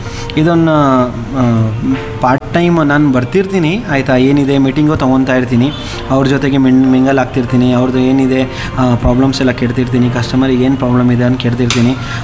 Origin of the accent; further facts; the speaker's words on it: Chhattisgarh, India; born there; moved away as an adult; now in Shivamogga, India; ನಾನು ಹುಟ್ಟಿರೋದು actually ಛತ್ತೀಸ್ಗಢಲ್ಲಿ ma'am. Chhattisgarh ನಮ್ಮ state, properly I am from Chhattisgarh. ಆಯಿತಾ? ಇಲ್ಲಿ ನಾನು ಬಂದಿರೋದು 2008 ಮ್ಯಾಮ್. ಅಂದರೆ BMS ಓದೋಣ ಅಂತ ಬಂದಿದ್ದೆ ಮ್ಯಾಮ್. ಇಲ್ಲೇ BMS ಮಾಚೇನಹಳ್ಳಿ ಕಾಲೇಜಲ್ಲಿ ಓದಿರೋದು.